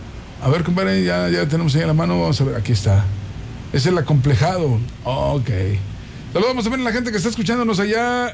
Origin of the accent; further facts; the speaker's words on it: Mexico; Como buenos mexicanos tenemos que apoyar a nuestra selección.